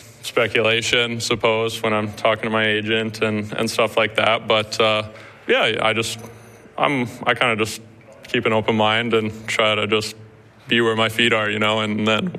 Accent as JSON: {"language": "English", "region": "Alberta", "country": "Canada", "said": "You know, I'm from Alberta, and it's a blessing to be here, that's for sure."}